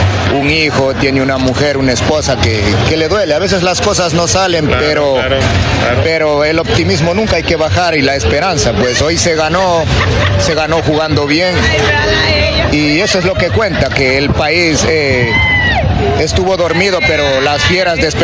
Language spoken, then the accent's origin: Spanish; Imbabura, Ecuador; Somos del Valle del Chota.